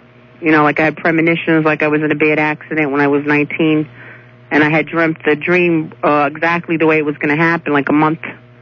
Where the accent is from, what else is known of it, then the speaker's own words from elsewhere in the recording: Brooklyn, New York, United States; accent: Brooklyn; now in Staten Island, United States; I know I have a Brooklyn act. I was from Brooklyn and now moved to Staten Island.